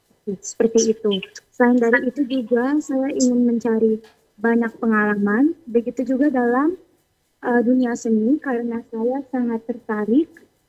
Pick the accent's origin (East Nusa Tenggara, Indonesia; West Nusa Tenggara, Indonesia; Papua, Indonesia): Papua, Indonesia; karena pertama, saya dari Papua, sehingga saya tertarik untuk memainkan Lawa.